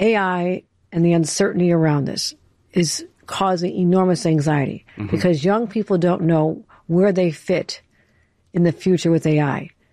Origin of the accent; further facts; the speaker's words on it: Buffalo, New York, United States; I'm from Buffalo, drove everybody I knew out of a job when Bethlehem Steel left and, you know, automation replaced jobs in our factories. So I saw that happen as a young girl and as a child.